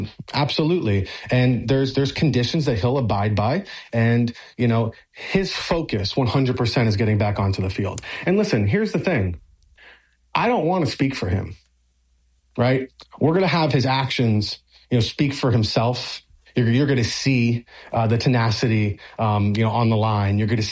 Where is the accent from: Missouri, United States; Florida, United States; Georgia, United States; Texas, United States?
Florida, United States; Miami; I'm born and raised in Miami.